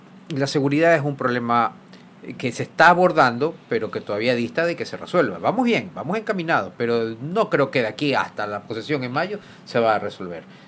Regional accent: Guayaquil, Guayas, Ecuador; Yo soy guayaquileño, vivo aquí

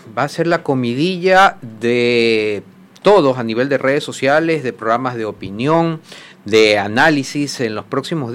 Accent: Ecuador; Yo soy un simple ecuatoriano más

